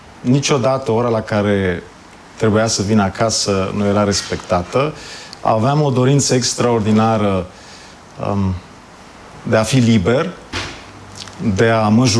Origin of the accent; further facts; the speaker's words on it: Bucharest, Romania; Născut și crescut în București, copil de asfalt 100%, prima parte a copilăriei în Rahova, a doua parte a copilăriei, adolescența, în celebrul cartier Sălăjan. Deci mă consider un bucureștean jet